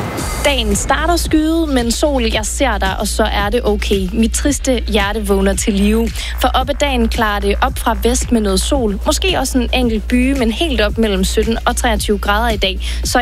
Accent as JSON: {"language": "Danish", "town": "Varde", "region": "Region of Southern Denmark", "country": "Denmark", "said": "Sådan en solskinsdag. Måske derhjemme i Varde."}